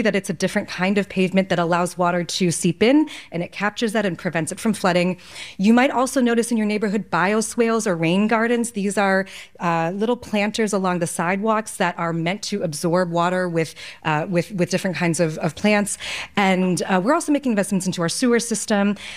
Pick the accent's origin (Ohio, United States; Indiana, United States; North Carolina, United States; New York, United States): New York, United States; New York City